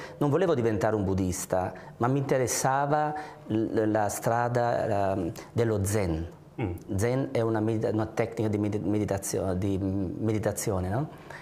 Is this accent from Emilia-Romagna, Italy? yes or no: no; Bolzano, Trentino-Alto Adige, Italy; first language German; Italian is a second language; moved away as an adult; also born or lived in Vienna; Io sono cresciuto, come tutti nei miei tempi, sono cresciuto a Bolzano